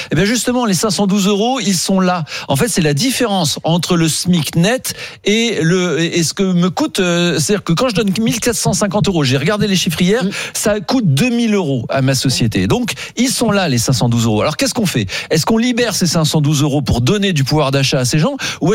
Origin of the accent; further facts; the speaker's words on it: Grand Est, France; Alors, en plus, vous me connaissez, je suis Lorrain d'origine